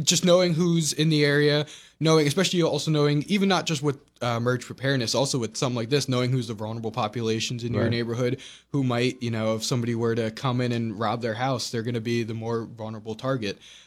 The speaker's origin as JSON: {"language": "English", "town": "Long Island", "region": "New York", "country": "United States", "said": "And I'm from originally from Long Island, New York, just outside of New York City."}